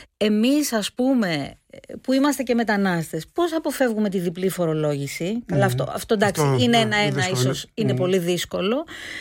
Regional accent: Greece; now in Germany

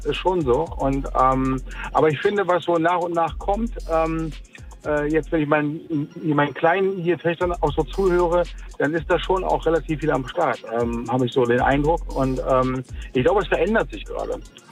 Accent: Berlin, Germany; now in Ganderkesee, Germany; Also ich arbeite in Bremen und wir wohnen in der Nähe von Bremen, in Gannakesee. Und ich komme ursprünglich mal aus Berlin.

